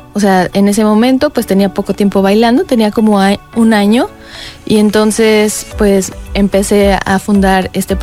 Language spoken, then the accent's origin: Spanish; Mexico City, Mexico; moved away as an adult; now in Querétaro, Mexico; De la Ciudad de México.